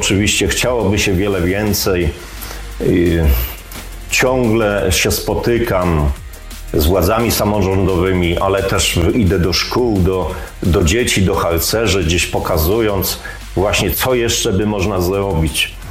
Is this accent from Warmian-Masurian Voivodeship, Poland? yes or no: no; Mogilno, Kuyavian-Pomeranian Voivodeship, Poland; born there; now in Inowrocław, Poland; Nie jestem urodzony Inowrocławianinem. Wszyscy się dziwią właśnie. Urodziłem się w Mogilnie, czyli to niedaleko, Żabi Skok, ale od 1988 roku przeprowadziłem się do Inowrocławia, tutaj się ożeniłem, tutaj zamieszkałem